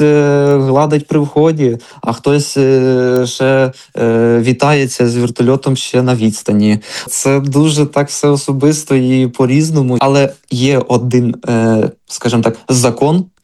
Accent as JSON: {"language": "Ukrainian", "region": "Volyn Oblast", "country": "Ukraine", "said": "Я, як зрозуміло із мого позивного, я із Волині."}